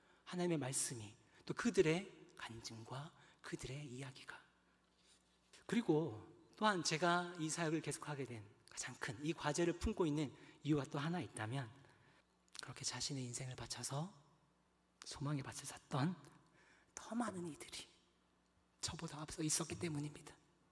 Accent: Geochang, South Gyeongsang, South Korea; 경남 거창이라는 정말 시골, 덕유산과 지리산이 다 가로막고 있는 그런 동네입니다.

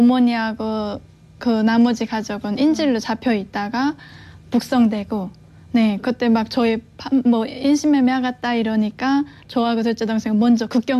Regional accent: Kaechon, South Pyongan, North Korea; moved away as an adult; now in South Korea; 평안남도 개천입니다.

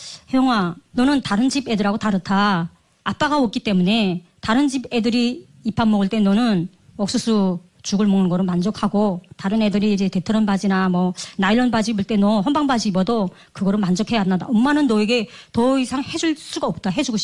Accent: Sinuiju, North Pyongan, North Korea; born or raised there; now in South Korea

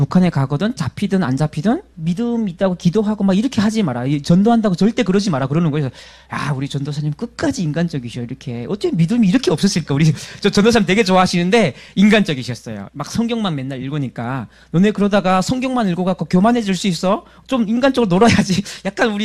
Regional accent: North Korea; moved away; 저는 98년에 처음으로 탈북했기 때문에 5년 만에 이제 고향 땅을 밟는 거였거든요.

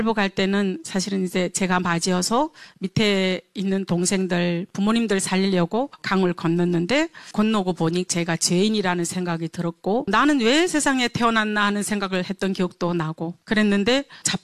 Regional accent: North Korea; 아, 내가 북한 사람이라고 얘기해야 되나 말아야 되나 이런 고민이 있었는데

